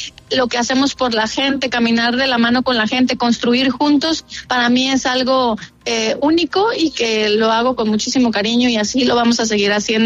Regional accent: Mexico

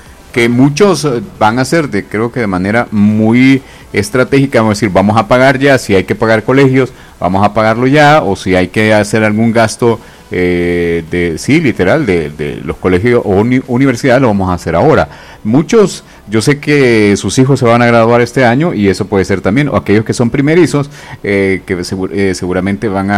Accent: El Salvador; nosotros como salvadoreños somos un pueblo consumista.

